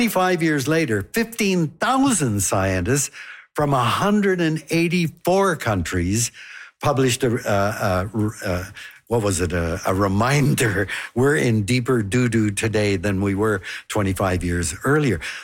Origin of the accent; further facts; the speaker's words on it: Vancouver, British Columbia, Canada; You know, I was born in Vancouver, and we lived in Marpole. And as a kid, I used to go fishing for trout in a creek that no longer exists in Vancouver.